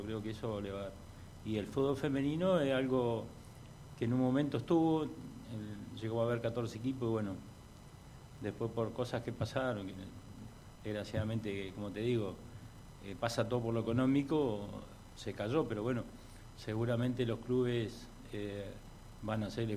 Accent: Mainqué, Río Negro, Argentina; yo que vengo de la zona de Maiqué, Huergo, Cervantes, donde se jugaba fútbol

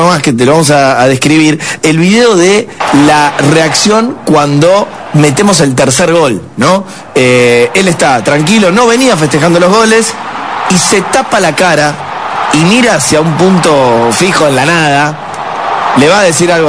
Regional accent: Argentina; no lo estamos diciendo porque somos todos argentinos

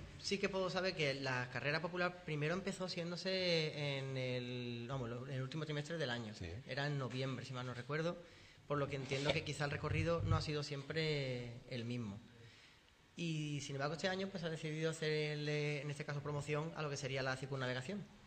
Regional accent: Sanlúcar de Barrameda, Andalusia, Spain; born there; also born or lived in El Puerto de Santa María; nací en el puerto de Santa María.

